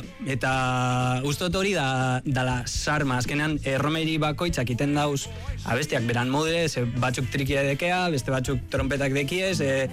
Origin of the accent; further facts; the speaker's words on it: Gorliz, Basque Country, Spain